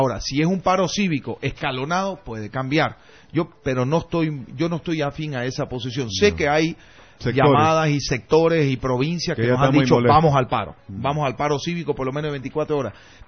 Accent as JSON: {"language": "Spanish", "region": "Santa Cruz", "country": "Bolivia", "said": "cómo somos, pues, los cruceños."}